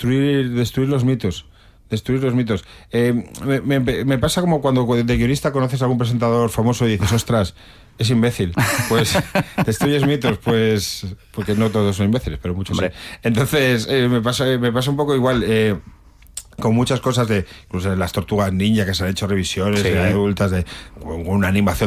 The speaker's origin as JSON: {"language": "Spanish", "town": "Ribadelago", "region": "Castile and León", "country": "Spain", "tie": "born or raised there", "said": "En mi pueblo, se llama Ribera del Lago, hubo una tragedia, se rompió una presa en los años 50, en el año 59."}